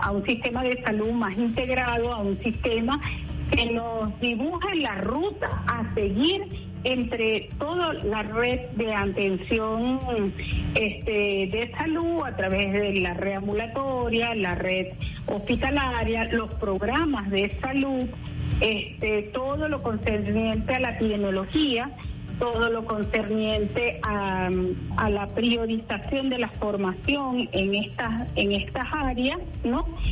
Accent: Guajira Peninsula, Venezuela; Como venezolana, como guayú, como indígena

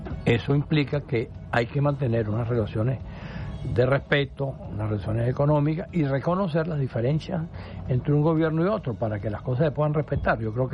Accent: Venezuela; como somos los venezolanos

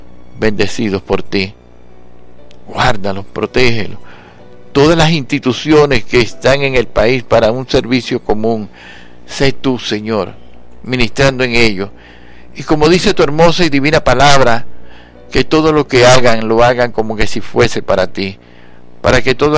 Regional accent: Venezuela

